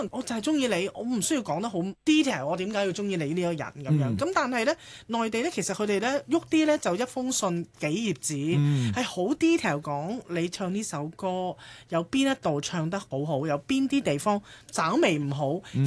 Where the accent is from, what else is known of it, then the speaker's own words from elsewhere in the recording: Hong Kong; 我哋香港人都好熱情啦